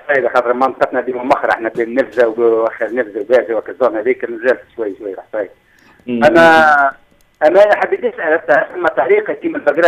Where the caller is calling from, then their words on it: Bazina, Tunisia; من بازينة.